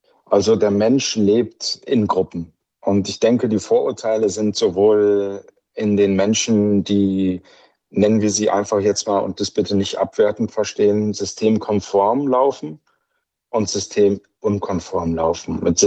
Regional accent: Spain; Ich bin in Spanien groß geworden. Meine Eltern sind mit mir ausgewandert, als ich 4 Jahre alt war.

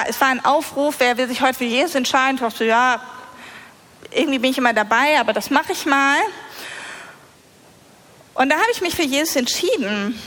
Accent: Lower Saxony, Germany; moved away as an adult; also born or lived in Oldenburg; ich war 20 und wir sind dann von unserem Kuhdorf aus Abke. Abke, kennt jemand Abke? Keiner kennt Abke? Das ist das beste Kuhdorf überhaupt, auf jeden Fall. Wir sind aus Abke nach Oldenburg gezogen

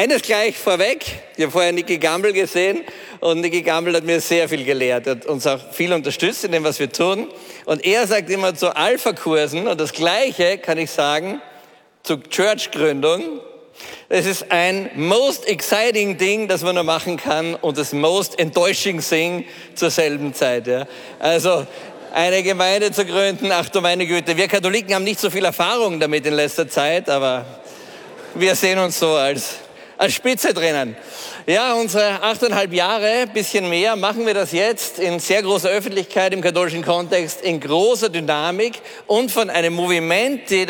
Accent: Austria; now in Salzburg, Austria; Otto, ich bin der zweite Österreicher. Otto, wo bist du? Ah ja, Otto, ich bin auch aus Österreich. … bin Unternehmer in Salzburg

